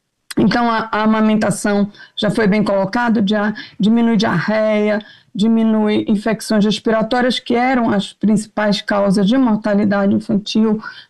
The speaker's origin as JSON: {"language": "Portuguese", "region": "Amazonas", "country": "Brazil", "said": "Eu sou do Amazonas"}